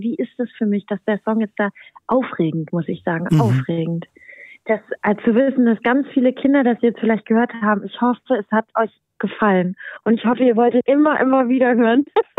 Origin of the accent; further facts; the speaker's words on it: Brandenburg, Germany; Jetzt ja auch noch Ferienzeit hier bei uns in Brandenburg, wo ich herkomme.